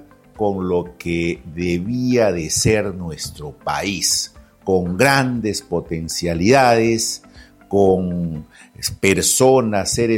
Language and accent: Spanish; Peru; somos peruanos